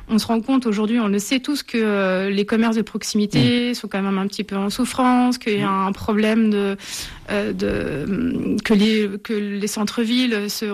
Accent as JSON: {"language": "French", "town": "Dijon", "region": "Bourgogne-Franche-Comté", "country": "France", "tie": "born there", "also_born_or_lived": "Paris", "said": "j'ai quitté Paris et c'est ce grand groupe en 2021 post-Covid. Je suis revenue m'installer à Dijon, ma ville natale"}